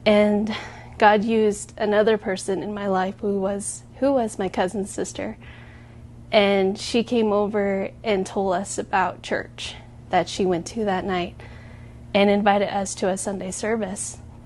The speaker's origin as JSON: {"language": "English", "region": "Arizona", "country": "United States", "tie": "born or raised there", "said": "I am from La Cachuca, Arizona, and that's where I grew up with my family. I grew up in a Navajo traditional home"}